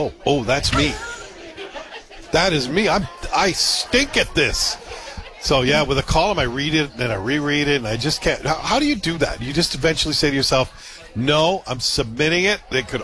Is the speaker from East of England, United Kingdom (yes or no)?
no; Scotland, United Kingdom; born there; moved away; I was born in Scotland?